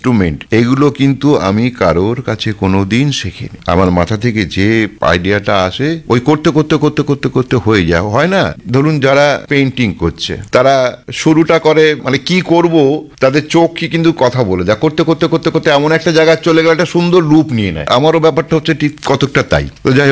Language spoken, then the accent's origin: Bangla; Serampore, West Bengal, India; আমি আমার বাড়ি শ্রীরামপুর, শ্রীরামপুরে ঘরে বসে আমি এটাকে সেল।